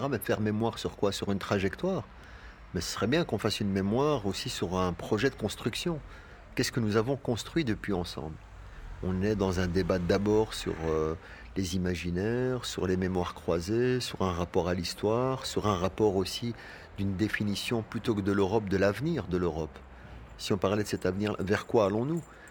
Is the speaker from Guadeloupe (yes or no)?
no; Belgium; je suis aussi belge